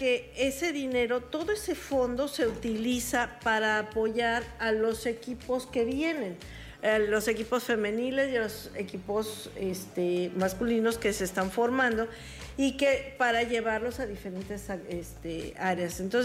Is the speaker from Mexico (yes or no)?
yes; Mexico